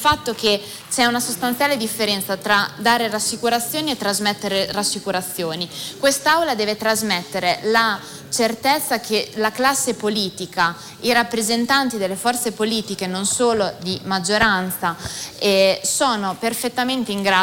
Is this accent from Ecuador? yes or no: no; San Marino